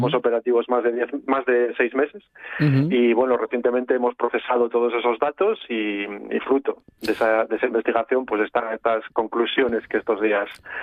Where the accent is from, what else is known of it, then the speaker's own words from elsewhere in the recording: Asturias, Spain; Las rocas de mi tierra, que es el occidente de Asturias, son mucho más duras que las que nos encontramos en el oriente asturiano, ¿no?